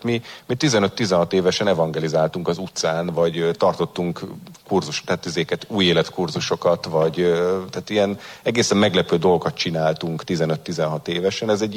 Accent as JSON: {"language": "Hungarian", "town": "Gencsapáti", "region": "Vas", "country": "Hungary", "tie": "born or raised there", "said": "Én egy faluban nőttem föl, Nyugat-Magyarországon, Gencsapátiban"}